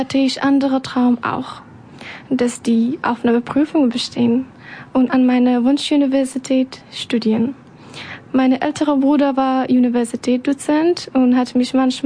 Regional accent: Afghanistan; ich komme aus Afghanistan.

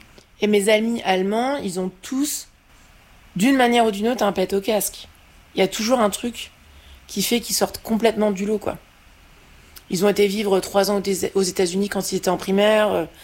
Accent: Normandy, France; je viens de Normandie.

